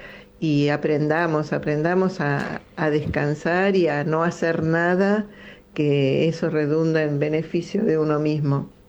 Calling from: Buenos Aires, Argentina; de Devoto, como siempre.

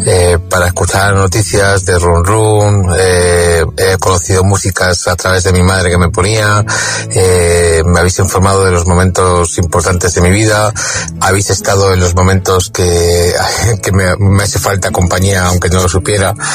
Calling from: Madrid, Community of Madrid, Spain; de Madrid y he amanecido pensando que si no tuviera que trabajar me encantaría estar con vosotros hoy.

